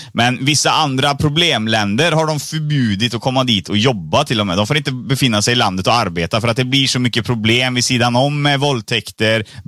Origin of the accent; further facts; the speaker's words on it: Sri Lanka; now in Sweden; Nej, men jag är från Sri Lanka. Men jag bor i Sverige